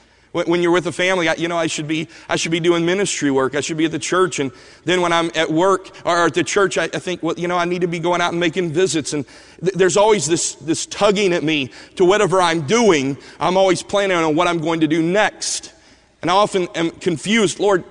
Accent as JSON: {"language": "English", "region": "Alabama", "country": "United States", "tie": "born or raised there", "said": "and even growing up in Alabama, when I first moved there, there's some things I had to learn."}